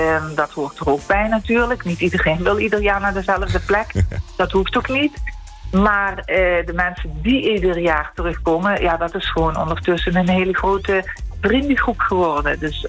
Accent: Netherlands; now in Paros, Greece; Nederland is natuurlijk nog altijd mijn, ook mijn thuisland. Mijn tweede, hoe je het noemen wilt. Ik probeer van allebei de landen het beste mee te pikken.

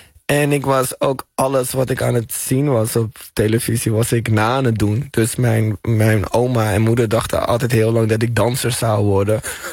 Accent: Amsterdam, North Holland, Netherlands; Ik ben geboren in Zuidoost, AMC. In de eerste paar jaar van mijn leven daar gewoond. Maar zolang ik me kan herinneren is het inderdaad Slotermeer.

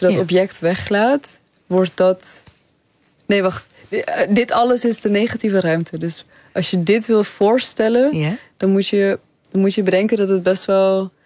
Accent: Netherlands; Oh nee, ik ben wel Nederlands. Of oh nee, ik kan wel Nederlands spreken. Ja. Oh, mijn accent is niet...

